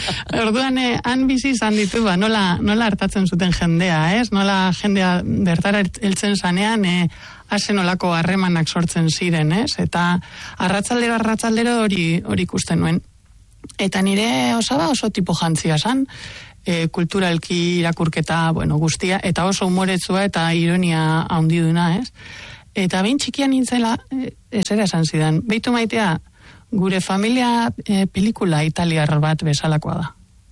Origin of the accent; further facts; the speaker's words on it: Amorebieta-Etxano, Basque Country, Spain; nire Zornotza, nire herrian